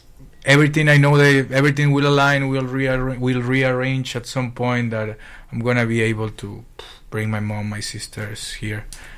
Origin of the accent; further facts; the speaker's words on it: Chimbote, Ancash, Peru; English is a second language; moved away; I'm from Chimbote, that it's a port in the north middle of the coast of Peru.